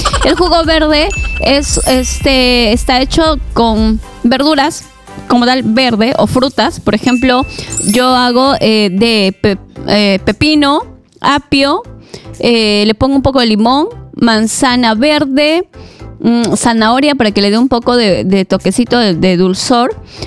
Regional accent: Peru; now in Colombia; Soy un peruano radicando aquí en Colombia con mi amada esposa Beatriz.

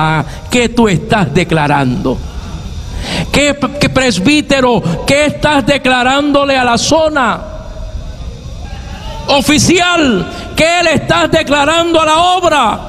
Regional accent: Puerto Rico; Y soy puertorriqueño.

